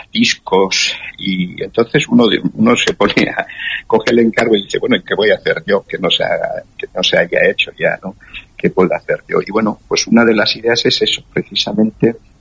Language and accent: Spanish; Hernani, Basque Country, Spain; en Hernani, de donde soy yo